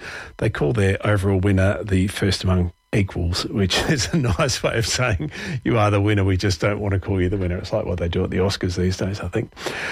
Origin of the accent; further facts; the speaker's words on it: Perth, Western Australia, Australia; moved away as an adult; now in Melbourne, Australia; I'm from Perth originally. I moved to Melbourne in 2004, so I've been here a very big chunk of my life now. But I did spend a chunk of my working career in Perth as well.